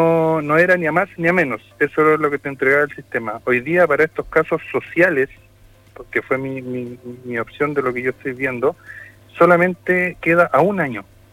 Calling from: Iquique, Tarapacá, Chile

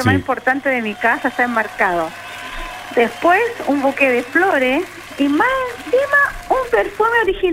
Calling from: Iquique, Tarapacá, Chile; Yo soy iquiqueña al 20.000% y mi ciudad la amo.

